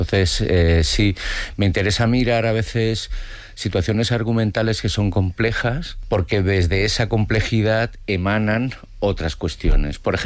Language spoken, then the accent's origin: Spanish; Spain; Yo fui educado en una clase social, como muchos españoles nacidos de padres emigrantes, las periferias industriales de las grandes ciudades, los años 70, y nací en esa clase social y ya no pertenezco a esa clase social